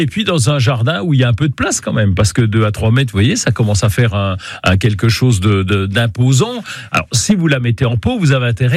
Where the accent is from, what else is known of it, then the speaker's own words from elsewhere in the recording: Grand Est, France; On l'utilise chez nous en Lorraine, un peu comme une plante annuelle